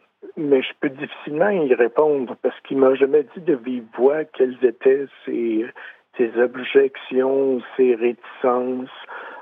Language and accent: French; Saint-Ours, Quebec, Canada; parce que j'ai grandi à Saint-Ours avant de quitter l'endroit pendant plusieurs années et avant d'y revenir.